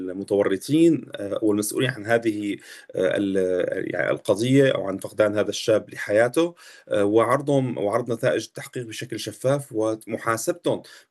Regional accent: Syria; نحن نتحدث كسوريين عانوا من ذاكرة يعني صعبة فيما يتعلق كشعب سوري طبعا بالسجون

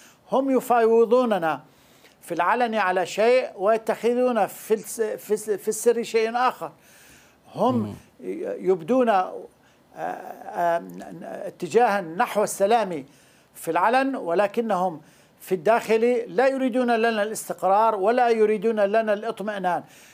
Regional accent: Syria; إذا تغيرت سياستهم فنحن جاهزون كسوريين إلى أن نتغير، إلى أن تتغير سياستنا وأن نصفح الصفح الكريم

